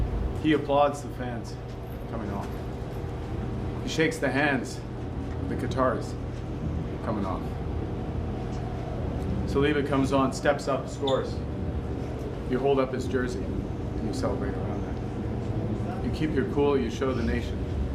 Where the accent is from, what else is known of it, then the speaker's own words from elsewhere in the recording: Canada; I couldn't be prouder as a Canadian, and on behalf of all Canadians